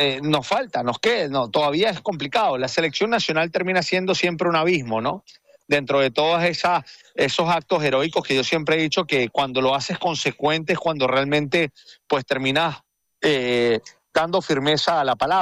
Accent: Venezuela; ¿con qué nosotros como venezolanos nos damos por hechos?

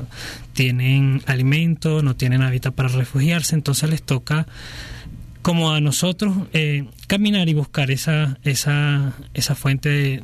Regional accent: Barquisimeto, Lara, Venezuela; inicialmente yo vengo de Barquisimeto

